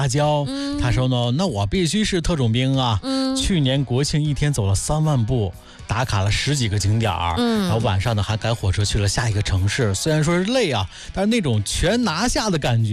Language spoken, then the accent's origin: Chinese; Wu'an, Hebei, China; 拿我们老家邯郸武安的西部山区那边